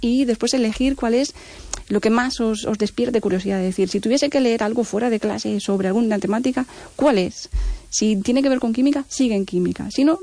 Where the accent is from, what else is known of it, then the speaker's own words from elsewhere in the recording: Vigo, Galicia, Spain; Es en Vigo, cerca del Parque de Castrel